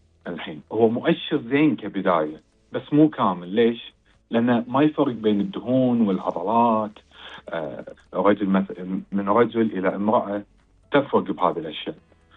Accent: Kuwait

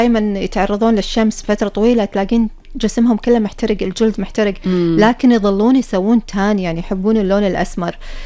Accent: Kuwait; بس يعني احنا كويتيين خلاص تأقلمنا، تعودنا على هالجو، سواء حار غبار رطوبة نعشق هالديرة ونعشق جوها بكل حالاته.

